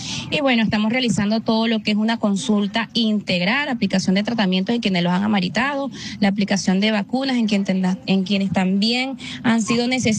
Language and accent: Spanish; Venezuela; los venezolanos somos guerreros y aquí vamos a sobrellevarlo.